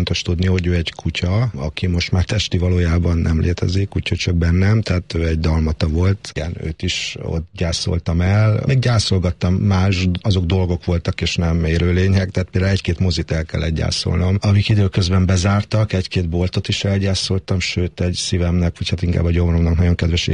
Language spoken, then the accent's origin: Hungarian; Hungary; born there